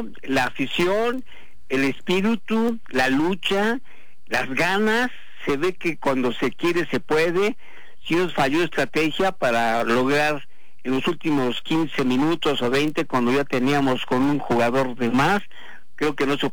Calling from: Mexico; somos mexicanos con corazón.

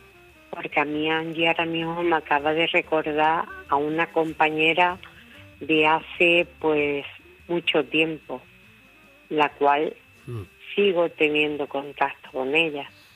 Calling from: Medina-Sidonia, Andalusia, Spain; soy de Medina Sidonia.

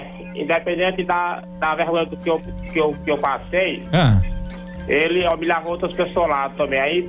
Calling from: Piauí, Brazil; eu falo aqui do Piauí.

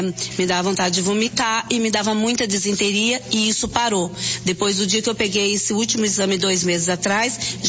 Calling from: Piraquara, Paraná, Brazil; sou daqui do Jardim Holandês Piraquara, tá?

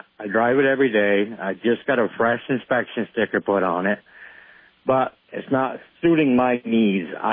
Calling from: Morrisville, Vermont, United States; from Morrisville.

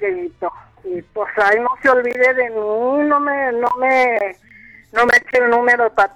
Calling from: Felipe Carrillo Puerto, Villa de Cos, Zacatecas, Mexico; Acá de Felipe Carrillo, Puerto Villa de Cos.

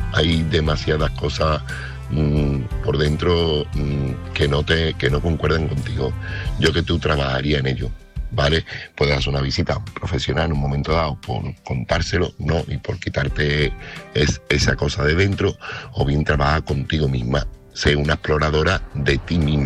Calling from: Seville, Andalusia, Spain; corresponsal de Sevilla

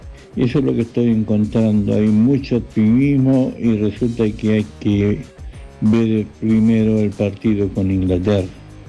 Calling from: Río Negro, Argentina; de acá, de Catedral de Río Negro.

